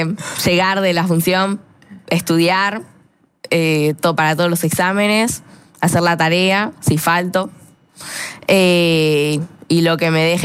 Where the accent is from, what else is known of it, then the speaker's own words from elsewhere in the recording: Magdalena, Buenos Aires Province, Argentina; Yo soy de Magdalena, a 100 kilómetros de acá, provincia de Buenos Aires.